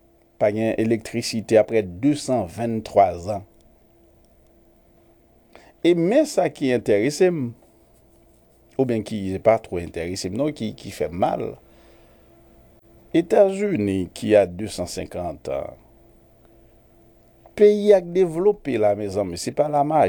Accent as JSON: {"language": "French", "country": "Haiti", "said": "On se dit on est haïtien, tout simplement parce qu'on est né en Haïti."}